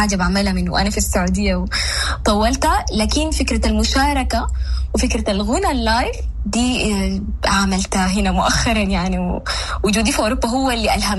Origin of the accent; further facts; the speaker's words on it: Saudi Arabia; born there; أنا مولودة في السعودية، ويعني كنت بحكم البعد الجغرافي كنت برضو بعيدة من الثقافة موسيقيا